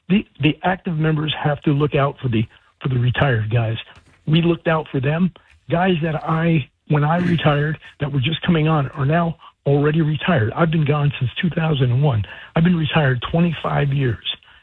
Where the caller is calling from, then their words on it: Passaic, New Jersey, United States; I'm a retired firefighter, a lieutenant from Passaic, New Jersey.